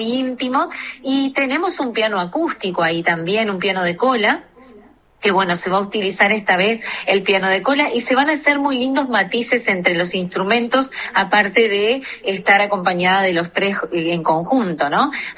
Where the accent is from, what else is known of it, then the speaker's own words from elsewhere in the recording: Santa Lucía, Canelones, Uruguay; moved away as an adult; now in Montevideo, Uruguay; De Santa Lucía, mi querida ciudad